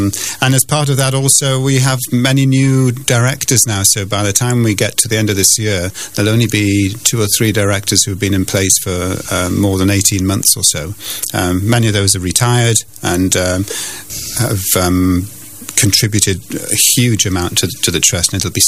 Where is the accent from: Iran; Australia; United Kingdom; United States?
United Kingdom; Newcastle upon Tyne, North East England; born there; I was born in Newcastle upon Tyne, quite a long time ago now. … And my parents came to the UK at the end of the war